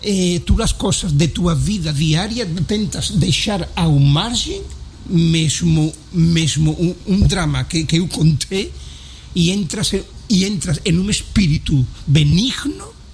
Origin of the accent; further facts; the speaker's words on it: Spain; Portuguese is a second language; now in Portugal; eu sou espanhol e durmo a siesta